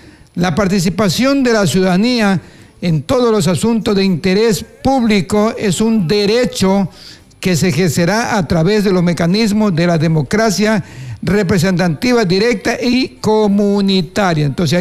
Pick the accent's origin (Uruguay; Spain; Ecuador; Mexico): Ecuador; Quevedo, Los Ríos; Yo soy quevedeño